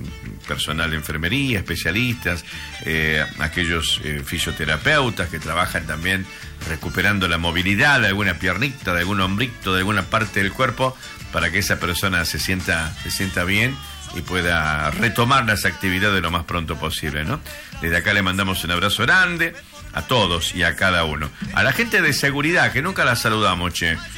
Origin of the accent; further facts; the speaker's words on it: Campo Santo, Salta, Argentina; muchas gracias por nombrar a las familias camposanteñas de mi pueblo.